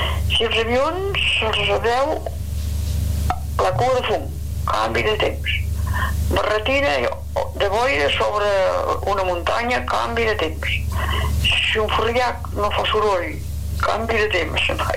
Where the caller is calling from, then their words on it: Santa Pau, Catalonia, Spain; de Santa Pau